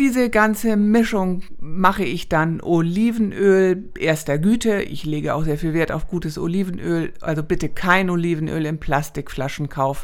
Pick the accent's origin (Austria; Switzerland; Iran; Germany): Germany; Northern Germany; sagt man bei uns in Norddeutschland.